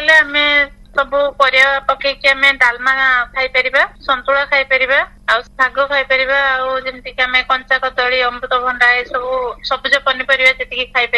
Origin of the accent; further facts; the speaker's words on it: Balasore, Odisha, India; ଆମ ଘର ବାଲେଶ୍ୱର।